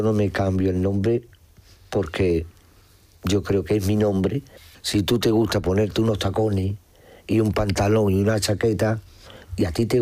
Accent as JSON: {"language": "Spanish", "town": "Alicante", "region": "Valencian Community", "country": "Spain", "tie": "born or raised there", "also_born_or_lived": "Extremadura", "moved": "as an adult", "lives_now": "Seville, Spain", "said": "Mi madre, por parte de mi madre, vengo de extremeño. Yo nací en Alicante."}